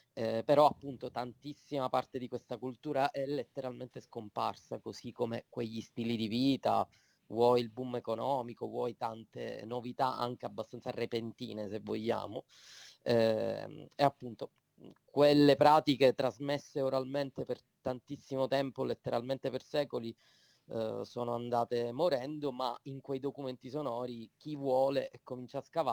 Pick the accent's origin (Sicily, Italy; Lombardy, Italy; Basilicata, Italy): Sicily, Italy; Come siciliani